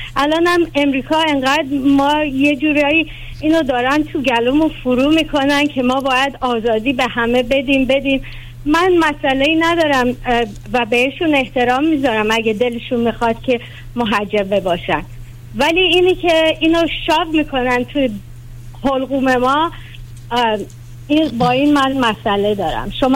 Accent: Iran; now in United States; از ایرانم فرار کردم به خاطر اینی که نمیخواستم کسی این چیزو به من تحمیل بکنه، ولی متاسفانه الان امریکای امروز شده ایران 47 سال پیش

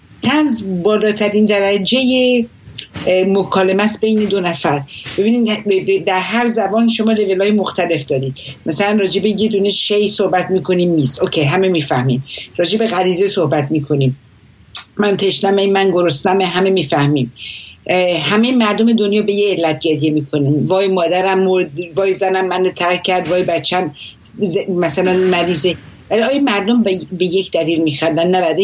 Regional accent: Iran; moved away; من بچه جنگم، در زمان جنگ من توی ایران بزرگ شدم.

